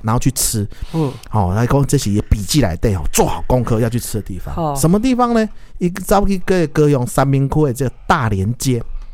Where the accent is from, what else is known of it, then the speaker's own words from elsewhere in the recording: Taiwan; 可能是我们台湾人不喜欢这个口味啦